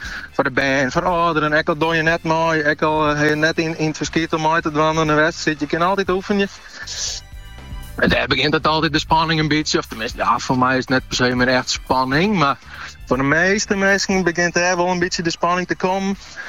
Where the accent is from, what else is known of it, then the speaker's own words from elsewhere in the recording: Akkrum, Friesland, Netherlands; ik kom natuurlijk zelf uit Akrum.